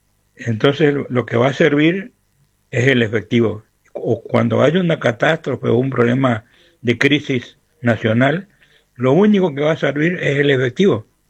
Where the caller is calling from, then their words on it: Resistencia, Chaco, Argentina; Saludos, un abrazo grandote desde Resistencia